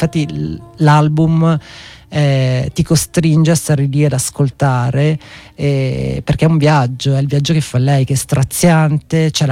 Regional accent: Sicily, Italy; In un paesino dell'entroterra, in provincia di Enna

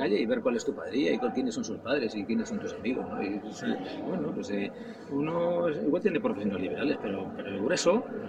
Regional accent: Basque Country, Spain; Yo vengo de Berges, que es un pueblo más pequeño, menos ruidoso, pero en efecto, pero al final tiene su óxido, tío, pero es un óxido amable, tío

